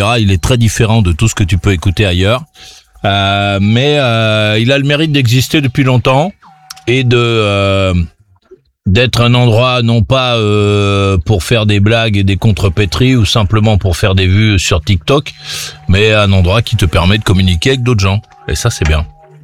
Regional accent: France; Chez nous en France, on ne cache pas les femmes.

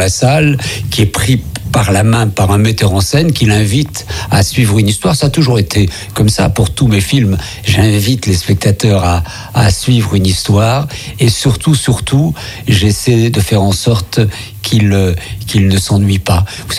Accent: Algiers, Algiers Province, Algeria; j'ai tout refabriqué comme c'était quand j'étais gamin à Alger dans la Basse Casbah.

